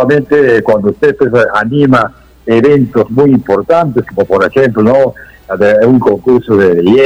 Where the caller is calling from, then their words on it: Tabalosos, San Martín, Peru; rogando al señor que se mantenga la calma aquí en Tabalosos, capital del distrito, Ciudad de las Piedras